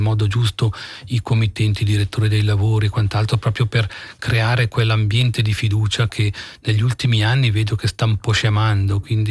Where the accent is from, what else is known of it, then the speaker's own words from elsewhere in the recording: Peccia, Ticino, Switzerland; io sono originario del piano di Pecia, il comune sta adesso eseguendo diversi lavori importanti.